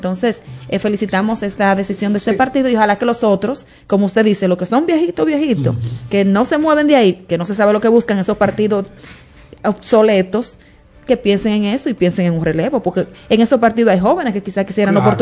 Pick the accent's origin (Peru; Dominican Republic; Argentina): Dominican Republic; yo soy dominicana, me incluyo